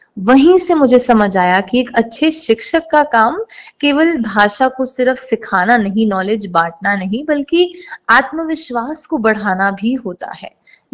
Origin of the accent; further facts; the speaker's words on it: Delhi, India; मेरा बचपन दिल्ली में बीता है, वहीं मेरा जन्म हुआ, वहीं मैं पली बड़ी